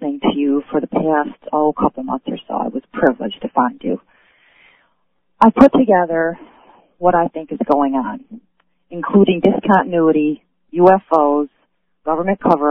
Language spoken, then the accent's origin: English; Niagara Falls, New York, United States; now in Lewiston, United States; All my life, I grew up in Niagara Falls. I live out here in a suburb now.